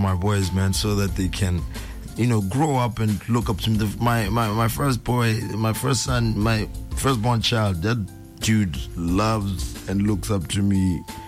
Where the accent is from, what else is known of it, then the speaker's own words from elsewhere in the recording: Botswana; I'm from Tamaga.